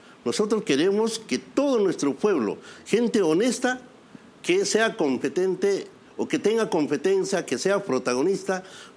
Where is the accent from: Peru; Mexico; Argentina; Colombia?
Peru; Y no podemos maltratarnos como peruanos